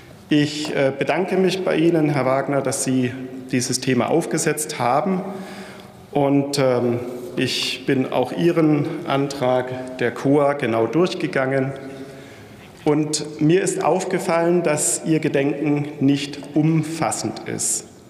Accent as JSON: {"language": "German", "country": "Germany", "said": "wir als Deutsche"}